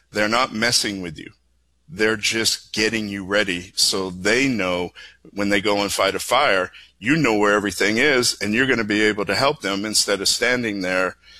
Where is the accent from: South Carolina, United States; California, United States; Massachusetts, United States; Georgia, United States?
Massachusetts, United States; Boston; Don't hold it against me. I'm from Boston.